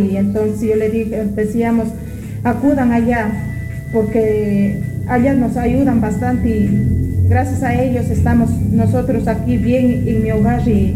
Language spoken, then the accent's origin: Spanish; Azuay, Ecuador; Del Descanso.